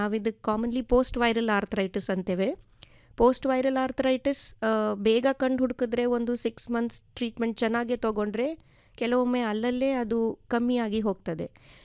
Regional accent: Karnataka, India; ನಮ್ಮ ಊರಿನ, ನಮ್ಮ ದಕ್ಷಿಣ ಕನ್ನಡ ಸೈಡಿನ ಕೊಬ್ಬರಿ ಎಣ್ಣೆ.

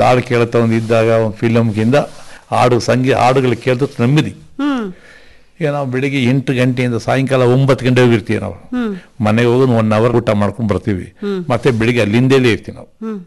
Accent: Bengaluru, Karnataka, India; also born or lived in Malur / Kodagu; ಬೆಂಗಳೂರು ಓದ್ತಿದ್ದೆ. ಅಲ್ಲಿ ನಮ್ಮ ತಾಯಿಯವರು ತುಂಬ ಕಷ್ಟ ಆಯಿತು, ಮಾಲೂರಿಗೆ ಹಾಕಿದ್ರು.

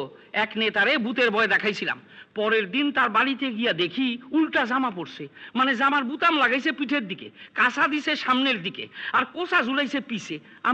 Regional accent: Bangladesh; আজ্ঞা না, আমার বাড়ি বাংলাদেশে। ওই পারের লোক পূর্ব বাংলা কয় না, কোনোদিন কয়ও নাই।

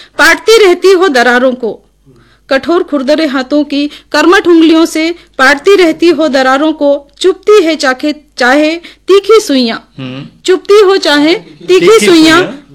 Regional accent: Jhabua district, Madhya Pradesh, India; चूंकि मैं झाबुआ जिले से हूँ

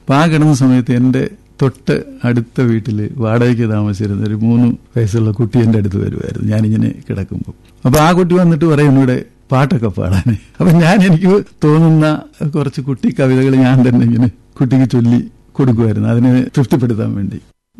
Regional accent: Karunagappally, Kerala, India

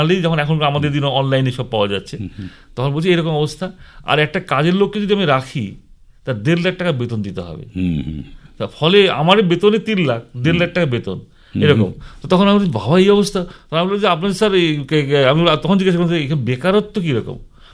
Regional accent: India

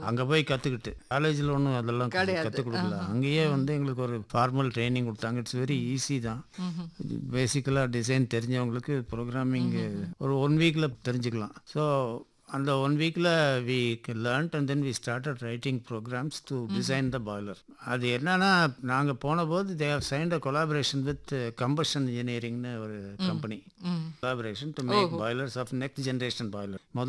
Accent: Coimbatore, Tamil Nadu, India; நான் கோவை தான், பிறந்து வளர்ந்தது எல்லாம் கோவை, படித்ததெல்லாம் கோவை. கோவையில் சரோஜன ஹை ஸ்கூல்.

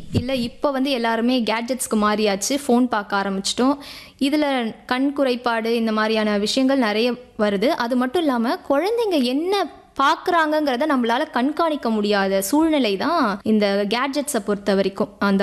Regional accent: Puducherry, India; born there; என்னோட தாய்மொழி தமிழ் தான்.

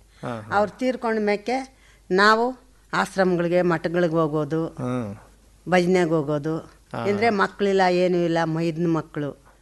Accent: Gende Hosahalli, Karnataka, India; ಮಂಡ್ಯಕೊಪ್ಪಲ ಇತ್ತಲ್ಲ, ಅದರಿಂದ ಮುಂದಕ್ಕೆ ಬಂದು ರೋಡು ಗೆಂಡೆ ಹೊಸಳ್ಳಿ.

